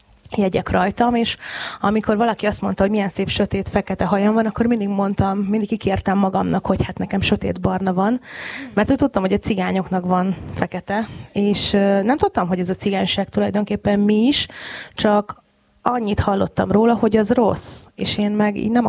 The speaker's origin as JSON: {"language": "Hungarian", "country": "Hungary", "tie": "born there", "said": "én pontosan ugyanúgy ide születtem, mint bárki más."}